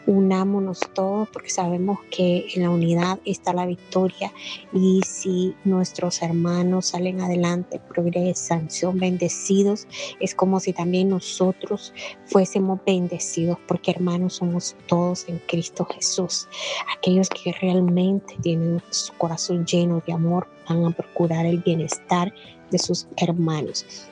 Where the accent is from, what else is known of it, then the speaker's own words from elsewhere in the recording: Nicaragua; Te saludo desde mi tierra de Lagos y Volcanes, Nicaragua.